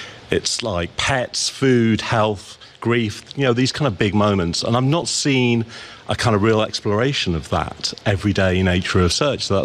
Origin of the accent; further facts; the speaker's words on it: England, United Kingdom; I grew up in England, did not grow up with proms, and now it's a global thing.